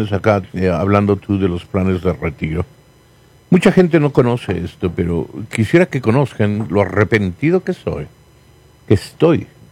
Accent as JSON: {"language": "Spanish", "region": "California", "country": "United States", "tie": "born or raised there", "also_born_or_lived": "Las Vegas, Nevada", "moved": "yes", "lives_now": "Colorado, United States", "said": "He vivido en tres estados. Crecí en California. Viví en Nevada, en Las Vegas, Nevada. Y ahora aquí. Son los tres estados que he vivido tiempo."}